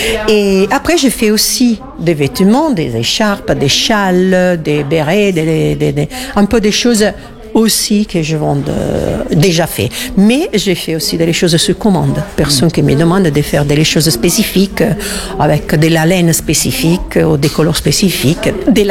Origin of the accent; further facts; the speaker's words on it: Italy; accent: Italian; French is a second language; moved away as an adult; also born or lived in Rome; now in France; comme évident dans mon prononciation, je ne suis pas français, je suis italienne.